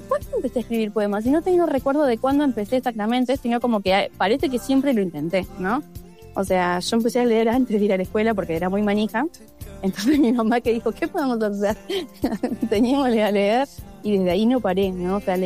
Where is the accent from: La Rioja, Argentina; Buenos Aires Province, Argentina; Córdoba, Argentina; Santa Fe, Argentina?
Buenos Aires Province, Argentina; Carmen de Patagones; also born or lived in Viedma; now in Bahía Blanca, Argentina; nací en Viedma, pero por esa cuestión de que Patagones y Viedma son ciudades hermanas y el médico de mi mamá la mandó a parir a Viedma, pero toda mi vida pasó en Patagones